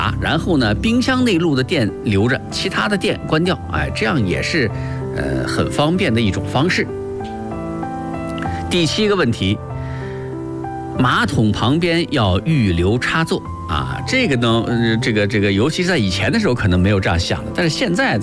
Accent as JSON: {"language": "Chinese", "country": "China", "said": "我们中国人家庭"}